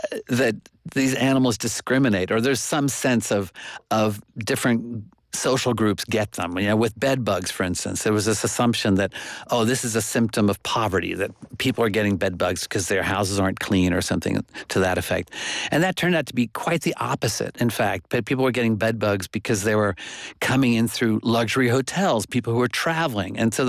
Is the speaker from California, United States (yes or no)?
no; Oklahoma, United States; You know, when I was growing up, I grew up in Oklahoma